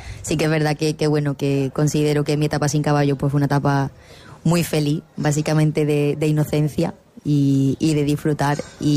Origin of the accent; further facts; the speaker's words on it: Los Barrios, Andalusia, Spain; Soy una novillera y una futura matadora de toros de los barrios.